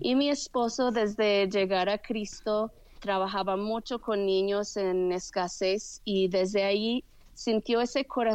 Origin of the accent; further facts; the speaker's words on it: Canada; moved away as an adult; now in Guadalajara, Mexico; Vine aquí a Guadalajara, México, en el año 2006 para ser misionera, pero vengo de Canadá.